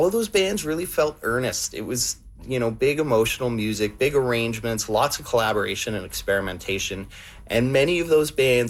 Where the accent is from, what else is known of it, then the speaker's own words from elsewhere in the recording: Ottawa Valley, Ontario, Canada; growing up in the Ottawa Valley, Montreal really felt magical for me. It was only a couple of hours away from us